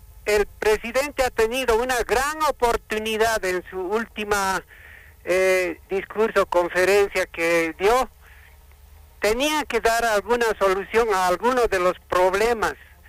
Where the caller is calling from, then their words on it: La Paz, Bolivia; Estoy llamando de Alto Chijini … de Alto Chijini.